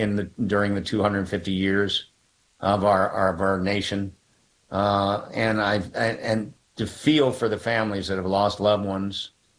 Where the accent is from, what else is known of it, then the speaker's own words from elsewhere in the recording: United States; I'm a grateful American. I'm grateful to live in this country.